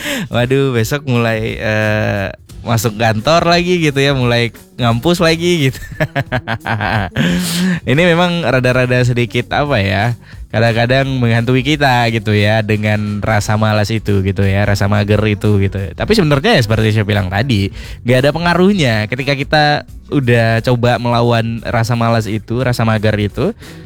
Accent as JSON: {"language": "Indonesian", "region": "Aceh", "country": "Indonesia", "said": "apalagi kita warga Aceh ya."}